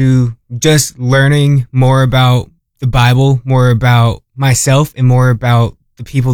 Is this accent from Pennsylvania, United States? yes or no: no; New Albany, Indiana, United States; moved away as an adult; now in Cedarville, United States; I am a biblical studies major here at Cedarville. I am a freshman student, and I am from New Albany, Indiana.